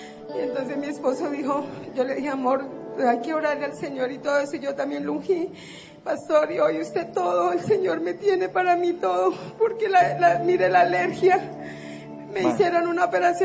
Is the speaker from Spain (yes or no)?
no; Ibagué, Tolima, Colombia; Y yo venía para Bogotá, yo soy de Ibagué. Tenemos una finca en el Tolima.